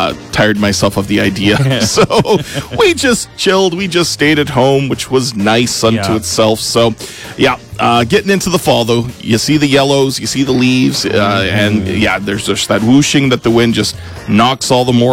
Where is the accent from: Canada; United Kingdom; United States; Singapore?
Canada; Regina, Saskatchewan; moved away; I grew up in Regina.